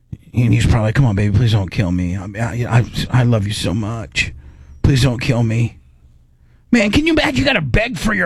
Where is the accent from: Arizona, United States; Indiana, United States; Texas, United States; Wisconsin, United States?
Indiana, United States; I was raised in Indiana with a Florida kicker.